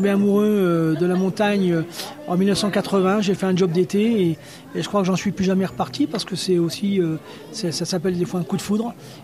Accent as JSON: {"language": "French", "region": "Grand Est", "country": "France", "tie": "born or raised there", "moved": "as an adult", "said": "Maintenant, je me considère un peu comme un montagnard, mais c'est vrai qu'à l'origine, je suis né en Champagne. Et en fait, je n'ai passé que mon adolescence."}